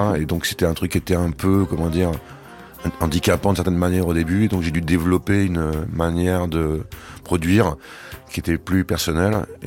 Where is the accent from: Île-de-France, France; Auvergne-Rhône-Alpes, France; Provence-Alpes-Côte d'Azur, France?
Provence-Alpes-Côte d'Azur, France; Nice; Je suis de Niçois, donc il y avait un festival de jazz à Nice qui s'appelait la Grande Parade du Jazz.